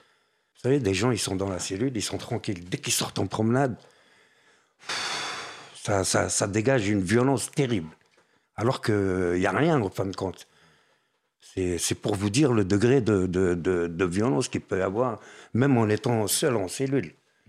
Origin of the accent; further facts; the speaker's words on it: Paris, Île-de-France, France; moi en tant que Parisien, je me suis retrouvé à l'île Doré.